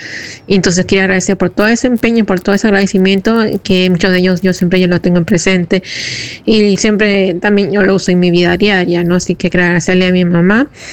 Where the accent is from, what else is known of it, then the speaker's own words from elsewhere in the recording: Ventanilla, Callao, Peru; Muchas gracias … de Ventanilla.